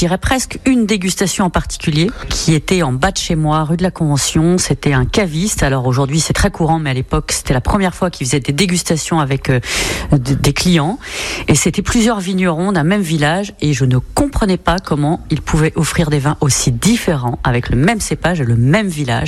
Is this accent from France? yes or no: yes; central France, France; Je ne suis pas du tout champenoise à l'origine. Je viens du centre de la France.